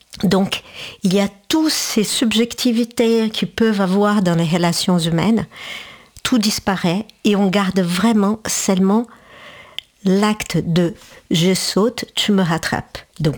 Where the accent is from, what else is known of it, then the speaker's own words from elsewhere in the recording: Marseille, Provence-Alpes-Côte d'Azur, France; Je suis plus liée à deux villes qu'à deux pays. Donc, je suis marseillaise d'origine carioque.